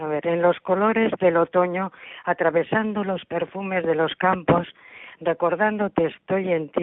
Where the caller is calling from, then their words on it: Portugalete, Basque Country, Spain; de Portugalete